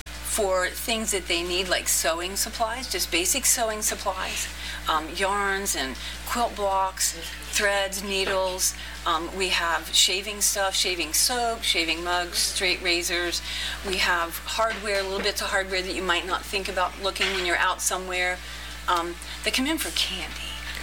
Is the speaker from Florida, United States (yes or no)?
no; Harrisville, West Virginia, United States; I was born and raised right here in Harrisville, West Virginia. Spent my whole life here till I got married and moved out partway from here, about 25 minutes.